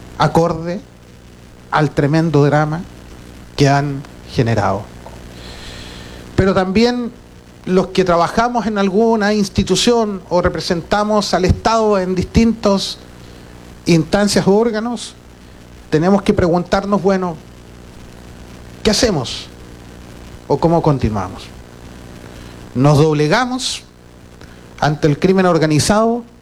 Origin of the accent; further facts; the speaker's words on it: Chile; como alcalde, como papá, como vecino, como chileno